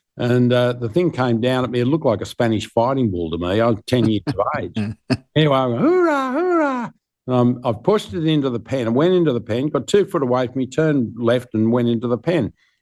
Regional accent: Gunnedah, New South Wales, Australia; Look, growing up in Gunnedah, working in the sale yards with my old man at 10 years of age

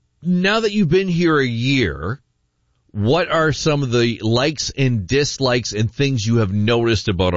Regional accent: Windsor, Ontario, Canada; And it seems like most of the people from here were born and raised. Like if you were born and raised in Windsor, a lot of us don't get out.

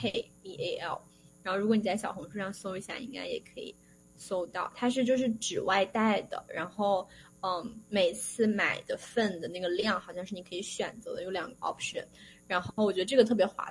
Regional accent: Shandong, China; 我是山东人，但是我觉得好像也没有什么特别的

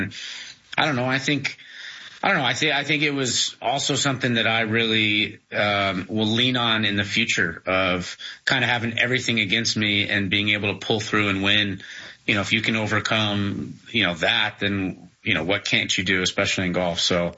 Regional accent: United States; I'm an American boy. I played on the Ryder Cup team. I was in the Olympics.

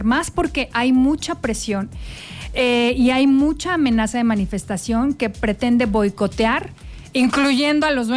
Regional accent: Mexico

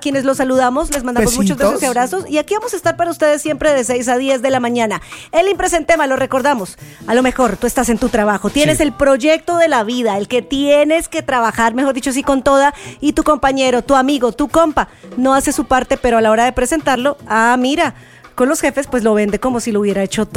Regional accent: Bogotá, Colombia; now in Mexico City, Mexico; Soy Rola Chilanga. Rola es el gentilicio que le dicen a la gente en Bogotá, en mi ciudad.

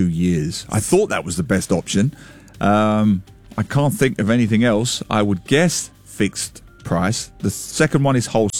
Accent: London, United Kingdom; now in Singapore; I'm from East London.

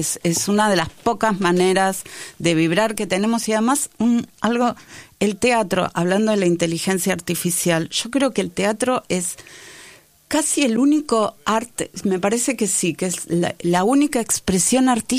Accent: Buenos Aires, Argentina; Nací en Parque Chacabuco y sigo en Parque Chacabuco.

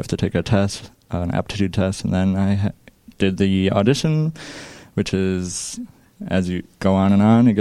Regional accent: Milwaukee, Wisconsin, United States; Well, I'm from Milwaukee, Wisconsin.

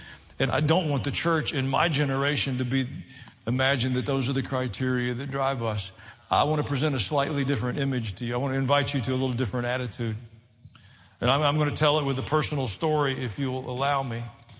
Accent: Tennessee, United States; I grew up in Middle Tennessee. Most of you know that.

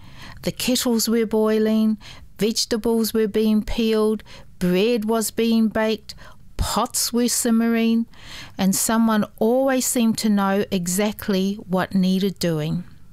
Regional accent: Northland, New Zealand; a memory from my own childhood growing up in Pautō, in the Kaipara.

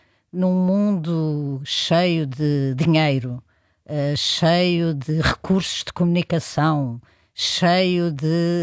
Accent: Portugal; como portuguesa, fiquei triste e fico triste com isto.

